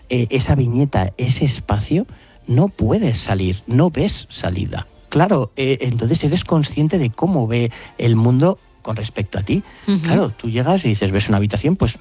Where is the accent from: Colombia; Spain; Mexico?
Spain; además somos muy españoles, el humor negro nos encanta.